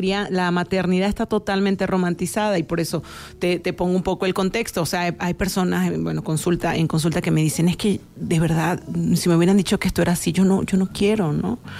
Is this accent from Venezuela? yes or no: yes; Venezuela; Soy venezolana.